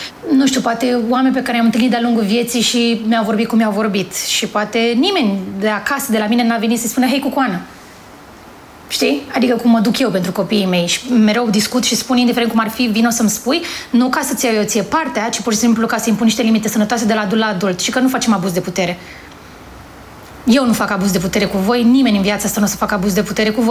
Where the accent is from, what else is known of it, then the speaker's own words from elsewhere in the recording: Bogați, Neamț County, Romania; la noi acolo în spate, la Bogați, unde am crescut, adică în Ozana, era o rățărie.